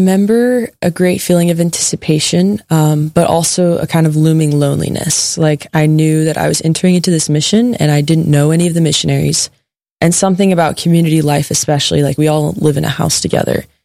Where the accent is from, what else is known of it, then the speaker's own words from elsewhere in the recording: College Station, Texas, United States; Yeah. So like you said … born and raised in College Station, and I've been a friend of Red Sea Catholic Radio ever since I was little. And I'm just really blessed to be raised in a solid Catholic family, born and raised.